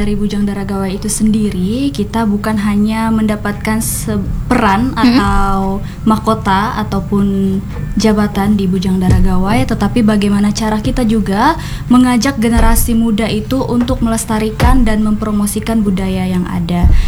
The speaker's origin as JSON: {"language": "Indonesian", "region": "West Kalimantan", "country": "Indonesia", "tie": "born or raised there", "moved": "yes", "lives_now": "Pontianak, Indonesia", "said": "Kalau saya aslinya dari Kabupaten Kapuasulu"}